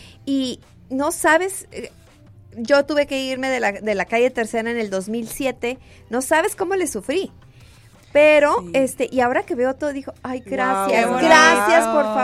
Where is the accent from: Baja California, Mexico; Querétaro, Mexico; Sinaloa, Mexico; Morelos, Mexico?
Baja California, Mexico; Tijuana; yo crecí en la Rebo. Yo nací